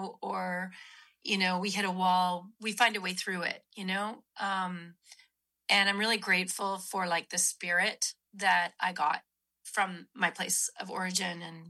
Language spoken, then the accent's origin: English; Manitoba, Canada; moved away; growing up in Manitoba made me a hearty girl.